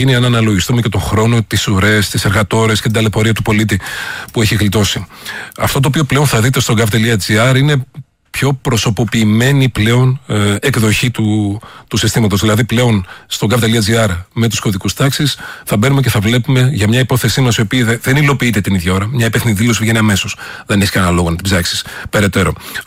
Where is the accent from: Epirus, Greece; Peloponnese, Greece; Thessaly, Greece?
Thessaly, Greece; Trikala; είτε είσαι από τα μέρη μου, από τη Θεσσαλία, τα Τρίκαλα που μιλάς ίσως λίγο πιο βαριά